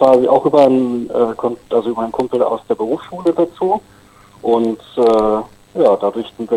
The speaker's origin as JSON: {"language": "German", "town": "Iserlohn", "region": "North Rhine-Westphalia", "country": "Germany", "said": "Ja, ich komme aus Iserlohn."}